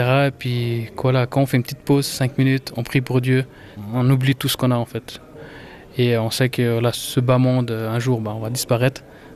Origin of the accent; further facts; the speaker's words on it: Switzerland; born there; Non, je suis né ici en Suisse.